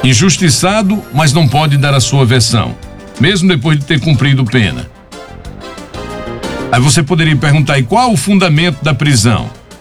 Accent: Brazil

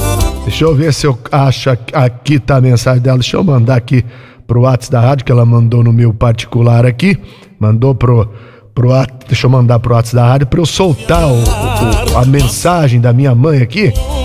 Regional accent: Brazil; moved away; Lá na minha terra natal, São Clemente

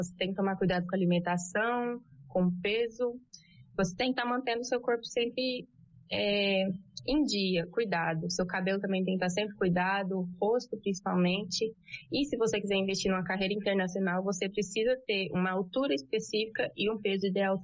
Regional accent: Silvânia, Goiás, Brazil; Eu sou daqui de Silvânia, moro no bairro São Sebastião.

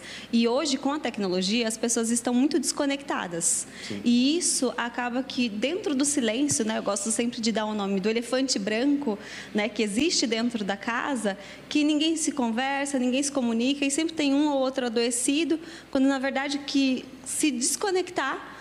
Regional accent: Campinas, São Paulo, Brazil; Eu sou natural de Campinas.

